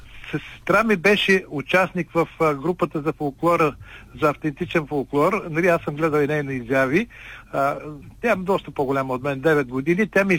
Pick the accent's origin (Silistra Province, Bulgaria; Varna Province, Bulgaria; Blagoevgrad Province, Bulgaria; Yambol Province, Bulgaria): Yambol Province, Bulgaria; Tenevo; Аз съм родом от Ямболския край. Роден съм през 1951 година в село Тенево, окръг Ямболски тогава, Народна република България. Ами, би казал, че съм расъл в музикална среда.